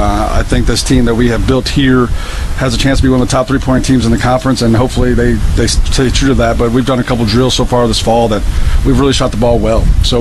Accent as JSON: {"language": "English", "town": "Peoria", "region": "Illinois", "country": "United States", "said": "Originally from Peoria, Illinois."}